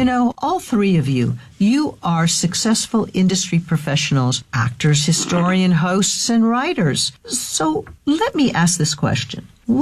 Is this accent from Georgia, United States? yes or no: no; California, United States; here I was born and raised in this town.